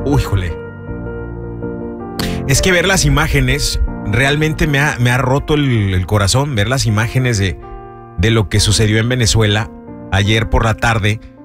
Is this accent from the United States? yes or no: no; Mexico; nosotros como mexicanos